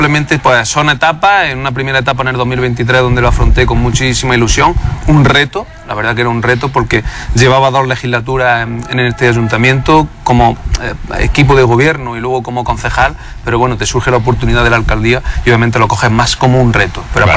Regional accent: Bedmar, Andalusia, Spain

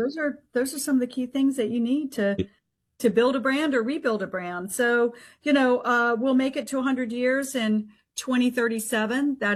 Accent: Eastman, Georgia, United States; It is in Eastman, Georgia. It's my hometown.

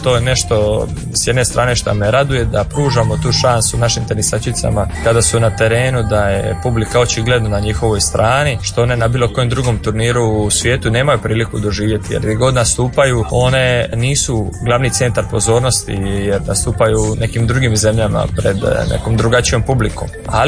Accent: Dalmatia, Croatia; da se rekuperam, što se kaže kod nas u Dalmaciji

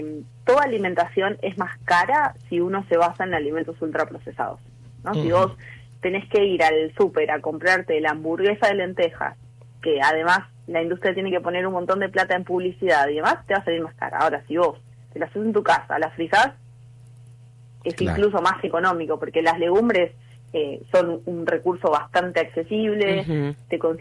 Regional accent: Argentina

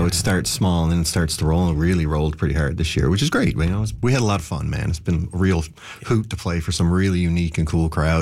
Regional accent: Newfoundland and Labrador, Canada; Like, even the guys who play with us now, Jamie, we're all from Trinity Bay.

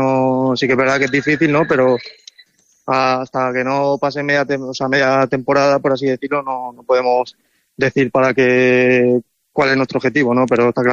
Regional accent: Barcelona, Catalonia, Spain; Al final y al cabo yo soy de fuera, soy de Barcelona, así que es verdad que al principio difícil, ¿no? Porque yo vengo de eso, pues, como te he dicho, que vengo de lejos

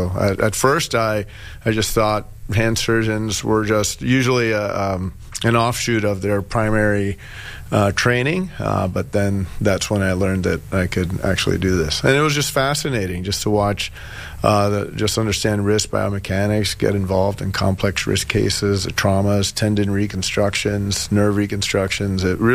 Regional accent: Pennsylvania, United States; moved away as an adult; also born or lived in Puerto Rico / Louisville, Kentucky; now in Sioux Falls, United States; I was born in Puerto Rico, but I grew up outside Philadelphia, did my education out east.

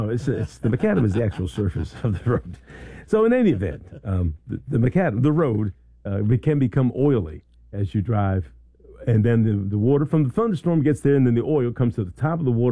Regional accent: Philadelphia, Pennsylvania, United States; also born or lived in Dayton, Ohio; And I'm from North Philly.

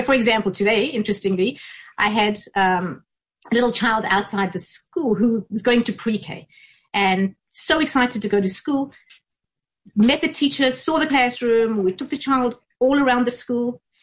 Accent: South Africa; I am from South Africa, proudly.

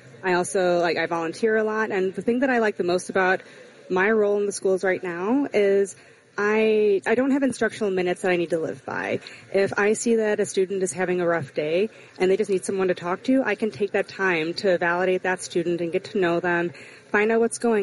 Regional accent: Bolingbrook, Illinois, United States; moved away as an adult; I grew up in Will County, so I'm originally from Bolingbrook, Illinois.

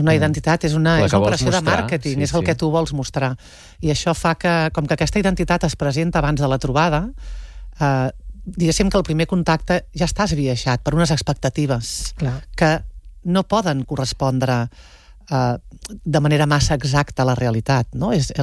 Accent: Prats de Lluçanès, Catalonia, Spain; Clar, tio, és que jo soc de Prats de Lluçanès.

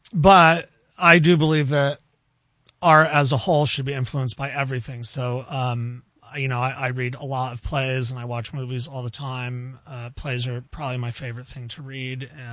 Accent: New Paltz, New York, United States; now in Woodstock, United States; I grew up in New Paltz, live in Woodstock for a while now.

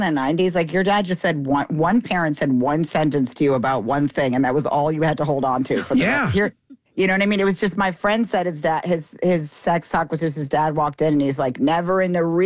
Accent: Maryland, United States; because I'm from Maryland

